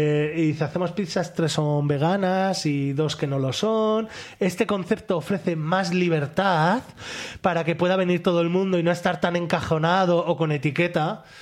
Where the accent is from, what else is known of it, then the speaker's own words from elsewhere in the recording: La Rioja, Spain; en La Rioja, de donde soy yo